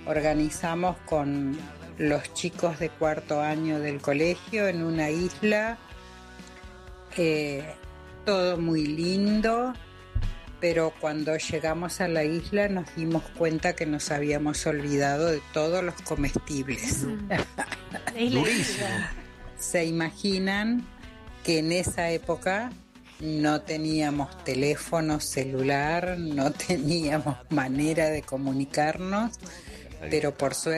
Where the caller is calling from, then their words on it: José C. Paz, Buenos Aires Province, Argentina; de José C. Paz, 104.